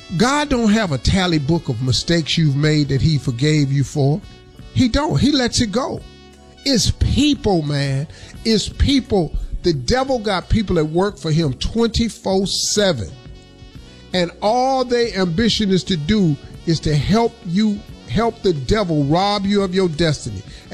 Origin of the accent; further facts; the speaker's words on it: Colombia; I'm from Colombia.